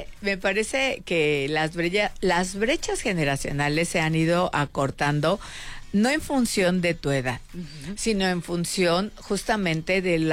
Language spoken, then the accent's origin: Spanish; Chilpancingo, Guerrero, Mexico; moved away; ir camino a mi pueblo de Chilpancingo